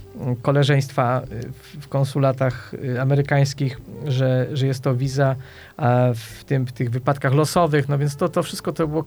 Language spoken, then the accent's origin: Polish; Kraków, Lesser Poland, Poland; moved away as an adult; also born or lived in Wieliczka; now in United States; Nagle jestem z Krakowa, nie jestem z rodziny adwokackiej, więc skończyłem studia prawnicze, potem aplikacje i gdzieś tam grzebałem sobie sprawę trochę w Krakowie, trochę w Wieliczce. Ja byłem w Wieliczce adwokatem.